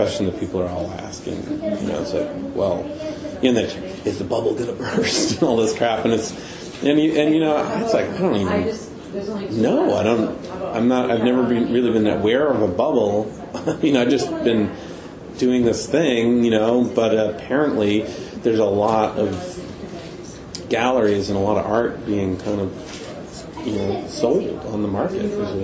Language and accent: English; Canada; I'm Canadian.